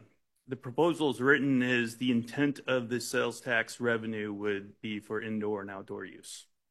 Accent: Lemon Creek, Alaska, United States; I'm from Lemon Creek.

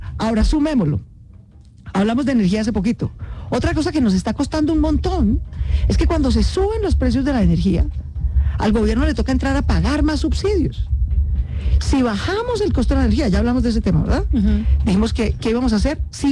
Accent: Colombia; si algo somos los colombianos, somos unos berraquitos para trabajar.

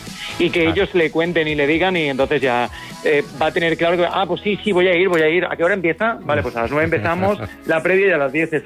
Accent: Valencian Community, Spain; yo además me siento muy querido en toda la zona de Alicante, toda la zona de mi tierra de Valencia, me siento muy muy querido y muy arropado

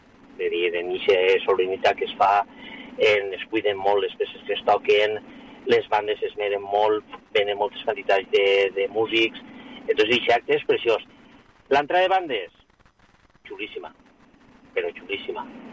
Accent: Albaida, Valencian Community, Spain; born there; no és perquè sigui el meu poble

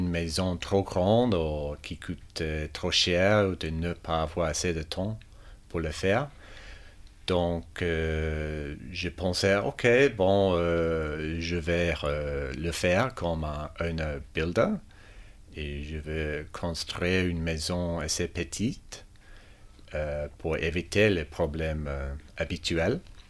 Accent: Melbourne, Victoria, Australia; born there; French is a second language; je suis né à Melbourne

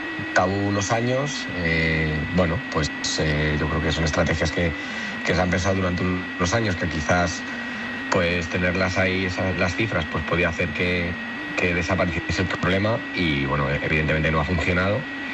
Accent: Madrid, Community of Madrid, Spain; now in Sevilla la Nueva, Spain; En Ventas, yo soy de Madrid, en el de el Manuel Becerra, el número 2.

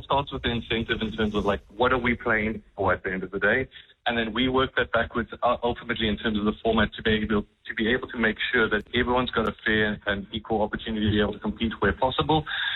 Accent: South Africa

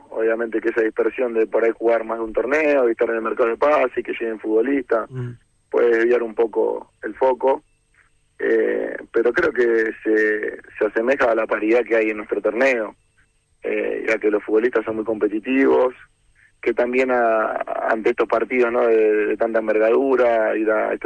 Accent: Argentina; es algo que tenemos nosotros como argentinos

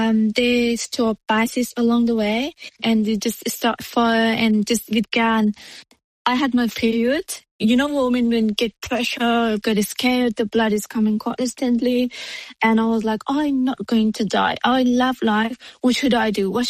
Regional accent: Afghanistan; now in Australia; I just wanted to prove that Afghan women can do different things.

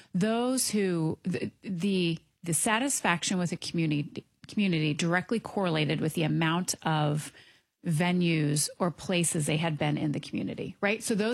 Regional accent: Quincy, Illinois, United States; So I grew up in Quincy, and we had the Quincy Gems.

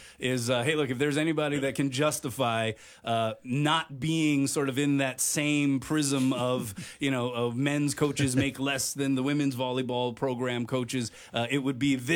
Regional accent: Honolulu, Hawaii, United States; I come from East Honolulu, so I don't always drive past Halava.

